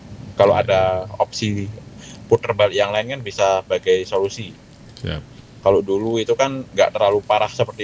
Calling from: Semarang, Central Java, Indonesia; saya sebagai warga Tanah Mas

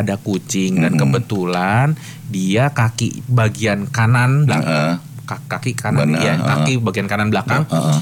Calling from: Yogyakarta, Special Region of Yogyakarta, Indonesia; Aku dari Jogja, masih status sebagai mahasiswi kedokteran hewan.

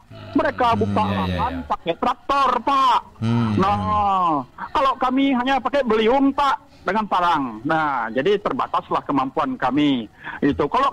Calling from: East Kalimantan, Indonesia; kami orang Dayak

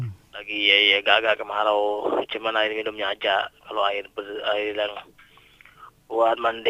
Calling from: Bangkalan, East Java, Indonesia

